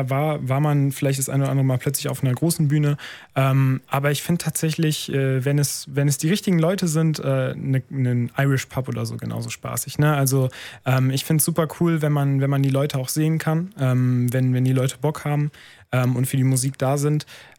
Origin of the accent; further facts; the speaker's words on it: Wuppertal, North Rhine-Westphalia, Germany; also born or lived in Remscheid / Hamburg; ich bin ja gebürtiger Wuppertaler, auch als … in Wuppertal aufgewachsen, dann als ich aufs Gymnasium gegangen bin nach Remscheid.